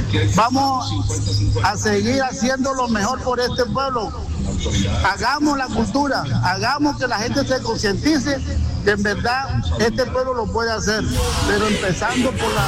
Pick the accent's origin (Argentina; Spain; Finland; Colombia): Colombia; Sincelejo, Sucre; lo que pasa es que mi pueblo, Sincelejo, la mayoría, el 80% de la población sincelejana no tiene cultura.